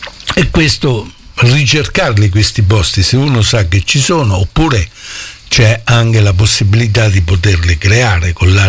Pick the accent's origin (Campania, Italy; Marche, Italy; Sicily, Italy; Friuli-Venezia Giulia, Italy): Marche, Italy; Montappone; born there; poi detto da me che sono nato a Montappone, che dove i cappelli si fanno per tutto il mondo